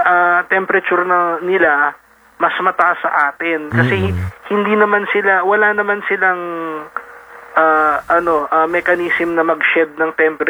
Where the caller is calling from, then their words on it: Imus, Calabarzon, Philippines; dito sa amin sa Imus Cavite.